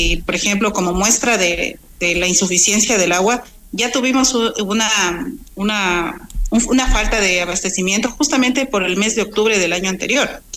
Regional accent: Pichincha, Ecuador; nosotros también somos de MQ, ¿no? Nosotros estamos dentro del Distrito Metropolitano de Quito. O sea, el hecho de que seamos una zona rural, eso no significa que no seamos parte de.

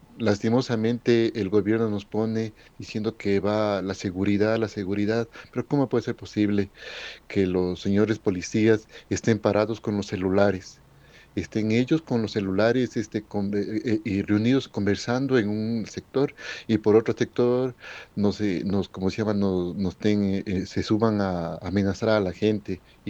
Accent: Quevedo, Los Ríos, Ecuador; Primeramente uno se sube, yo no soy, se suben, soy de Quevedo, y se suben a amenazar a las personas.

